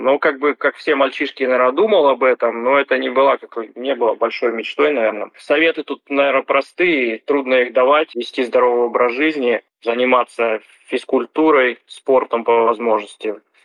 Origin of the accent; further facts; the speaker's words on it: Chelyabinsk, Chelyabinsk Oblast, Russia; born there; Я родился в Челябинске. Это, наверное, с точки зрения экологии не самый благополучный регион.